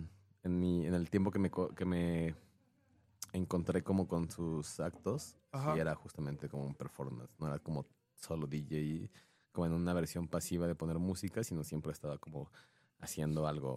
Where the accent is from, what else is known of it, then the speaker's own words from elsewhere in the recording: Mexico City, Mexico; Bueno, soy un ciudadano del Distrito Federal en esos tiempos. No es, antes de que fuera una marca.